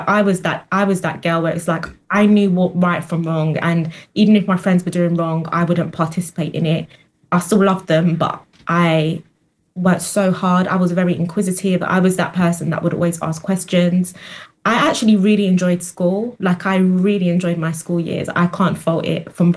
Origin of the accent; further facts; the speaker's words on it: London, United Kingdom; born there; accent: posh; also born or lived in Italy; I grew up in South London.